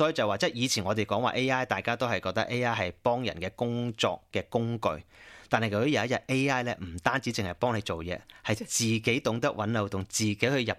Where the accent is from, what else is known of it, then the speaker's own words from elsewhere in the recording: Australia; 咁沙特受到攻擊，其實同我哋澳洲人有咩關係咧？